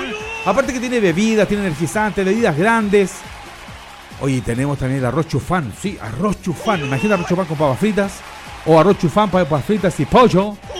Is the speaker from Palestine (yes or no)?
no; Chile